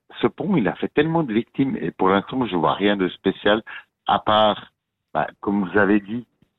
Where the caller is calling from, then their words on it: Fribourg, Switzerland; moi je suis pas de Genève, je suis de la Broye.